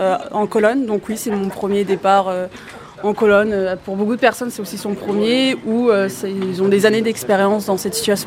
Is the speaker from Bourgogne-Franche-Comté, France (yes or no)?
yes; Bourgogne-Franche-Comté, France; Donc, voilà, ça, je suis aussi de Bourgogne.